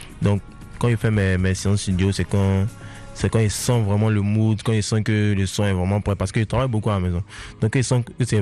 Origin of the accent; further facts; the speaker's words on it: Bobo-Dioulasso, Hauts-Bassins, Burkina Faso; moi j'ai grandi à Bobo. À Bobo, c'est un peu le Bronx, tu vois, c'est un peu le ghetto